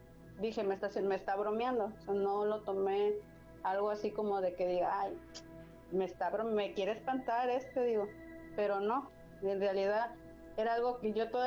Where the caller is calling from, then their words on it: Villahermosa, Tabasco, Mexico; nosotros somos de Villahermosa, Tabasco.